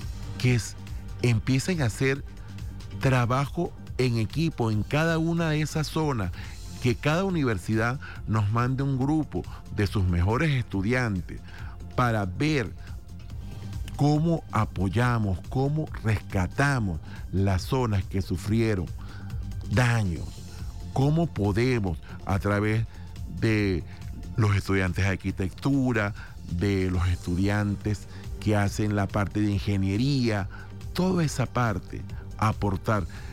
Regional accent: Venezuela; vamos a enfocarnos como venezolanos en la tragedia

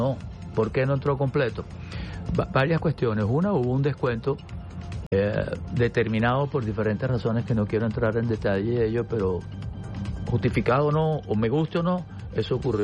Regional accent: Venezuela; yo como venezolano lo siento en mi bolsillo.

